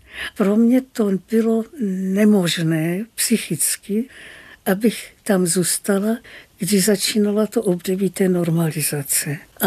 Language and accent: Czech; Brno, South Moravian Region, Czechia; born there; moved away; also born or lived in Saarland; A to je Čechy, Morava, pro mě velmi důležitá Morava, protože jsem se narodila v Brně.